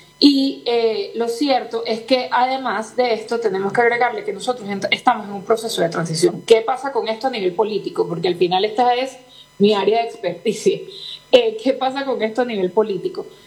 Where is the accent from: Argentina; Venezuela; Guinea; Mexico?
Venezuela; como decimos en mi país, no somos chéveres, no son un gajito de mango.